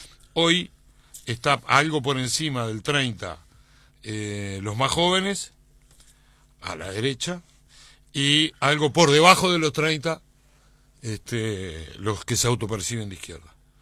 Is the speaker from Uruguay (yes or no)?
yes; Uruguay; En Uruguay se hacen 1.200 para todo el Uruguay, que somos 2 millones de votantes.